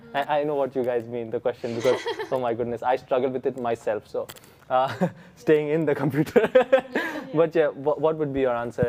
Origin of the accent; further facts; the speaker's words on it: India; I'm Indian